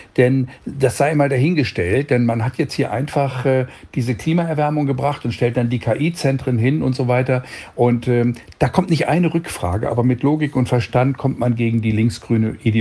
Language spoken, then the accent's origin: German; Germany; man kann sich als Deutscher davon nur distanzieren.